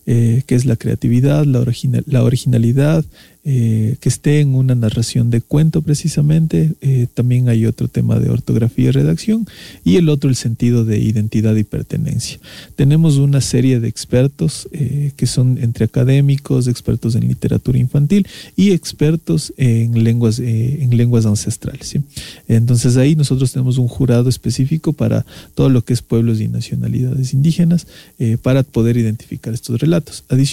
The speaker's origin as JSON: {"language": "Spanish", "country": "Ecuador", "said": "parte de nuestro territorio que es de Ecuador, lo que nos hace sentir parte también como ecuatorianos"}